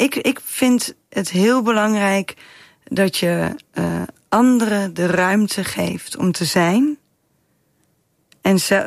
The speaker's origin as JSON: {"language": "Dutch", "town": "Oosterhout", "region": "North Brabant", "country": "Netherlands", "tie": "born or raised there", "moved": "yes", "said": "Ik ben opgegroeid in Oosterhout."}